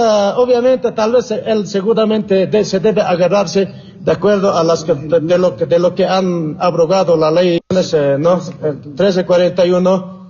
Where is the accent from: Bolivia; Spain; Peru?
Bolivia; Nosotros somos pueblo boliviano también.